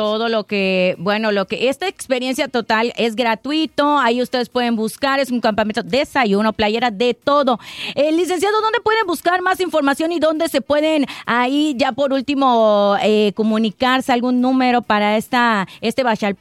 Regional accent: Hunucmá, Yucatán, Mexico; ¡Junugma! ¡Mi tierra!

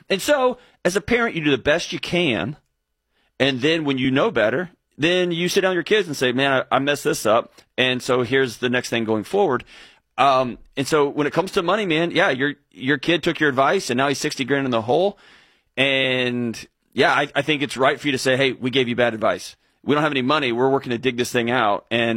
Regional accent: Houston, Texas, United States; growing up in Houston, Texas, where it's 1,000 degrees, when I was a kid playing soccer, like 6-7 year old

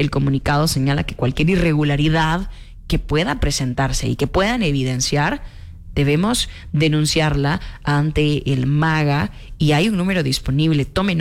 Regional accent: Guatemala; de los consumidores, que somos los guatemaltecos.

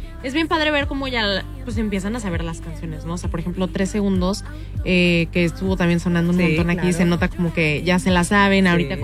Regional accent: Querétaro, Mexico; Me encantaría tal vez llevarlo a Querétaro, de donde soy

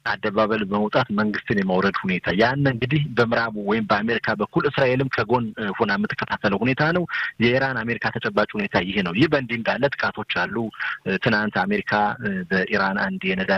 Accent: Amhara, Ethiopia; ያደግኩበት የተወለድኩበትን ቦታ ጨዋሄት፣ ጎንደር ሲባል ጨዋሄት አገር ጨዋሄት የሚል ከሰማሁና

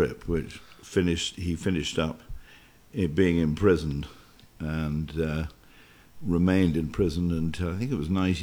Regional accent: Scotland, United Kingdom; accent: Queen's English; also born or lived in London; And born in London, but bred in Scotland. And but my accent is, as probably every listener will guess, is the what we refer to as the Queen's English or the King's English or even Oxbridge

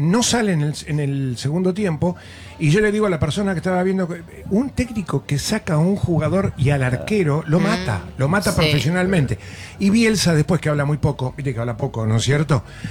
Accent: Uruguay; Por eso, como uruguayo, me alegra muchísimo que digas lo que acabas de decir.

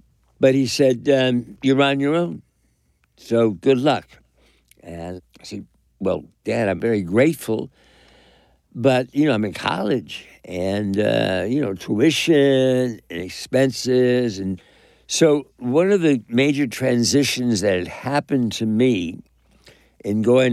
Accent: East Coast, United States; we were growing up on the East Coast with my mother

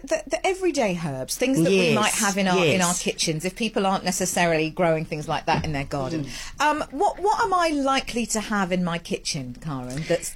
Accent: England, United Kingdom; You know, I grew up in England, so I like proper cheap, nasty builder's tea.

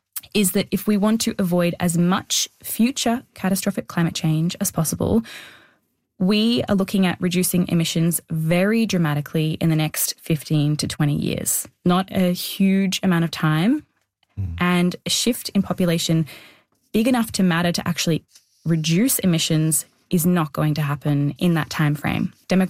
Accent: Australia; And I grew up in Australia, so I had plenty of exposure therapy.

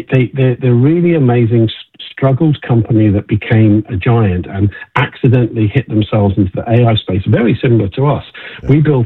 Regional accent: United Kingdom; And, you know, I'm a Brit, but I still want America to win on in this race.

